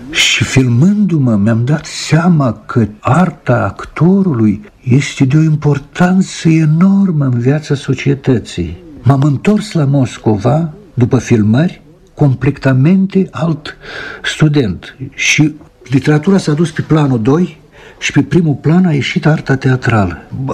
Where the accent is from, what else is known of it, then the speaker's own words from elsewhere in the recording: Romania; also born or lived in Leningrad; ca român care a început să înțeleagă ce-i cu neamul nostru